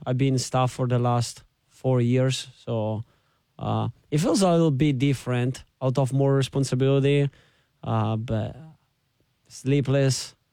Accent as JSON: {"language": "English", "town": "Florence", "region": "Tuscany", "country": "Italy", "tie": "born or raised there", "moved": "as an adult", "lives_now": "Little Rock, United States", "said": "I'm born and raised in Florence, Italy."}